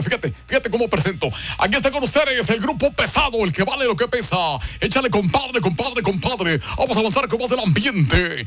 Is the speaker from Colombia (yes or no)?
no; Torreón, Coahuila, Mexico; No, yo vengo de Torreón, compadre